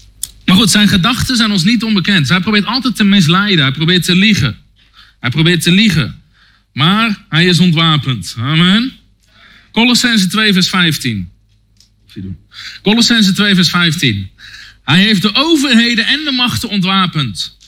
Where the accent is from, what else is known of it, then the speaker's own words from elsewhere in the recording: Netherlands; wij als Nederlanders